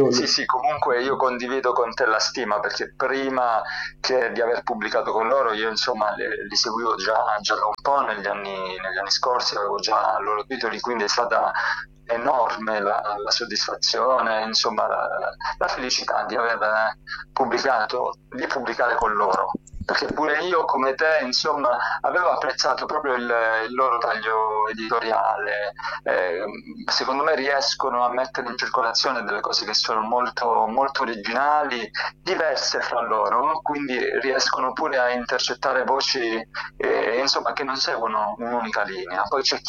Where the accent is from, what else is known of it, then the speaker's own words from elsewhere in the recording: Soverato, Calabria, Italy; in Calabria, vicino insomma, al mio paese a Soverato